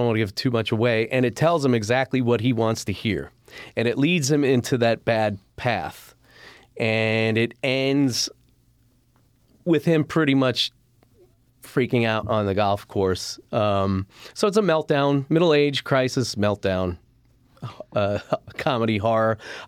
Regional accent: Florida, United States; Yeah, well, we're from Florida, so never been out to this side of the country.

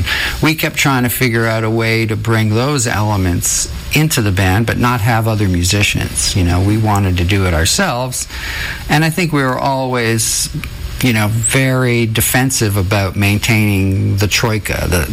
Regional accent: Canada; The curse of being Canadian is being nice, right?

